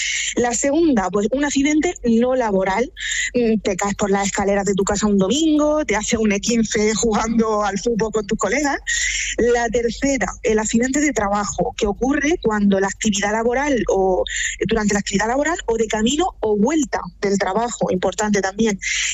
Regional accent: Region of Murcia, Spain

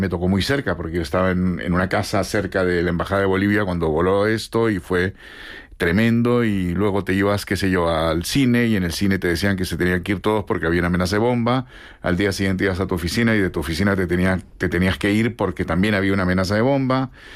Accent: Peru; moved away; Yo cuando me fui de Perú, habían muchas bandas que eran mis bandas favoritas, ¿no?

